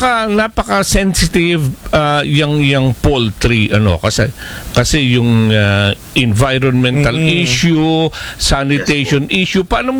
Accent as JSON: {"language": "Tagalog", "town": "Pola", "region": "Mimaropa", "country": "Philippines", "said": "bayan namin sa Oriental Mindoro, yung Pola"}